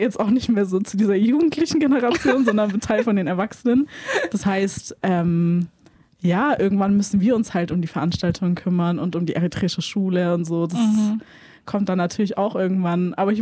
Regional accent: Esslingen, Baden-Württemberg, Germany; first language Tigrinya; German is a second language; ich komme ja jetzt aus Esslingen oder auch im Kreis Stuttgart

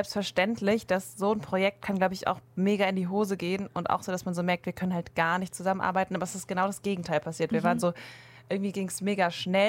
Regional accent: Stuttgart, Baden-Württemberg, Germany; ich komme ja aus Stuttgart

